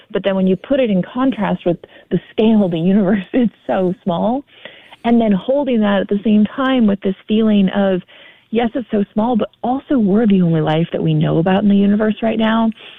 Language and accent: English; Utah, United States; I'm a mountain girl. I grew up in Utah. I could see the Milky Way from my back deck when I was little